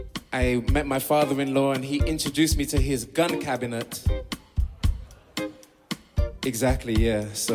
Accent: Birmingham, West Midlands, United Kingdom; moved away; also born or lived in London; growing up in Birmingham and living in London and going out to America for the first time to meet my in-laws.

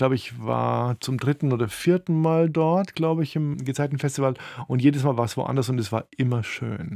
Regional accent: Southern Germany, Germany; Ich bin ja aus dem Süden Deutschlands und das ist schon etwas sehr, sehr Schönes.

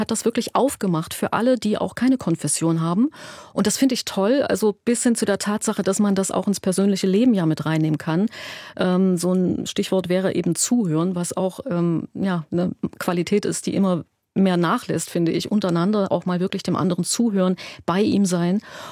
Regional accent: Leipzig, Saxony, Germany; born there; ich kann mich dort, egal wo ich geboren bin, auch eben in Leipzig, komplett mit diesem Text identifizieren

